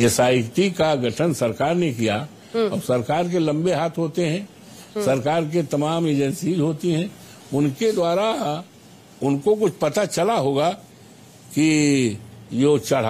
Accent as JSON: {"language": "Hindi", "town": "Ayodhya", "region": "Uttar Pradesh", "country": "India", "tie": "born there", "said": "हम पैदाइशी यहीं से हैं"}